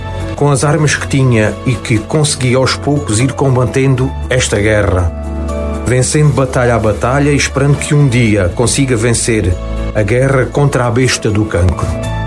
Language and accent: Portuguese; Portalegre, Alentejo, Portugal; nasci em 25/7/66, sou natural de Porto Alegre e reformado.